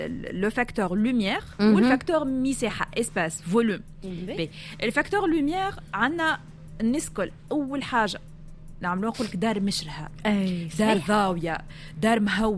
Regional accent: Tunisia; عندنا في تونس

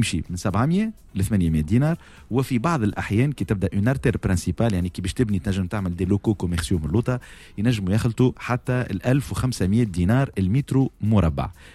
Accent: Tunisia; ما سالتني انا كمواطن تونسي عطيتك راي

